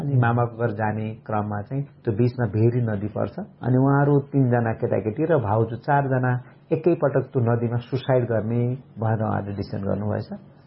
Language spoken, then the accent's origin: Nepali; Birendranagar, Karnali Province, Nepal; now in Kathmandu, Nepal; मेरो खास मेरो ओरिजन सुर्खेत जिल्ला वीरेन्द्रनगर नगरपालिका वार्ड नम्बर 10 पर्छ। मेरो बाल्यकाल त्यहीँ सुर्खेतमै बित्यो र पढाइको सिलसिलामा अनि म काठमाडौँतिर आएँ।